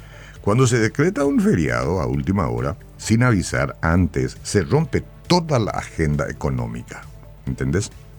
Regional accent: Paraguay; porque somos paraguayos y llevamos la albirroja en el corazón

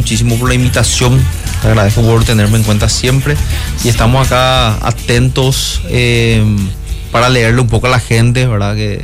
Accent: Luque, Central, Paraguay; yo soy de Cañada San Rafael, era una compañía un poco alejada del centro, y vine al Colegio Nacional de Luque

